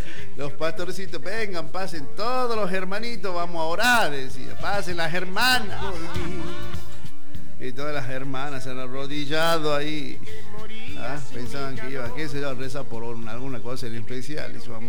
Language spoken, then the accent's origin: Spanish; Argentina; Así estamos nosotros, así somos los argentinos.